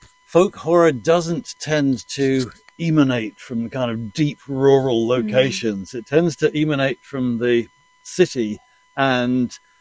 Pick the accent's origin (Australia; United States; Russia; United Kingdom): United Kingdom; South West England; And I'm very struck as a Cornish person